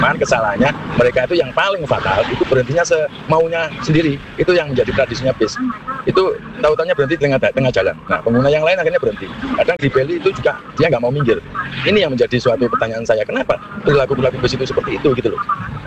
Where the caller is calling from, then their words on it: Malang, East Java, Indonesia; Saya hanya sebagai warga Kota Malang wilayah Arjosari